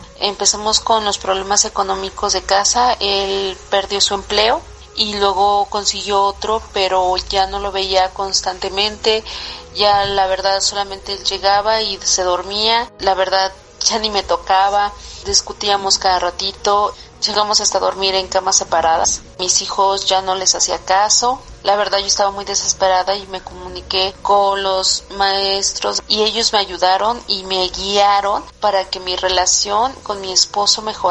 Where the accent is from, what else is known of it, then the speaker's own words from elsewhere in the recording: Cuajimalpa, Mexico City, Mexico; soy de aquí de Coajimalpa, de la Ciudad de México.